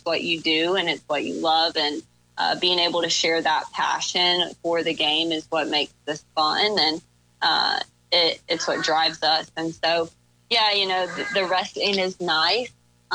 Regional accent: South Carolina, United States; and I grew up in South Carolina, and so I'm a little bit more Baptist myself.

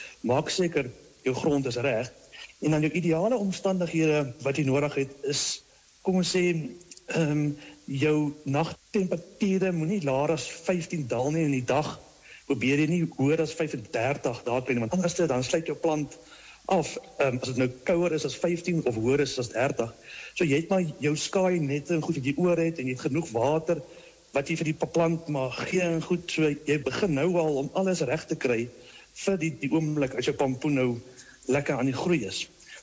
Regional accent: Meyerton, Gauteng, South Africa; Ek is afkomstig van Meyerton, hier in die Midvaal omgeving Gauteng area

